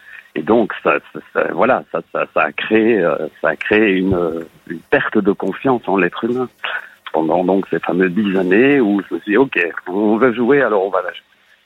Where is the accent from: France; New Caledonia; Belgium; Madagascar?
Belgium; born there; Je suis né en Belgique, tout simplement.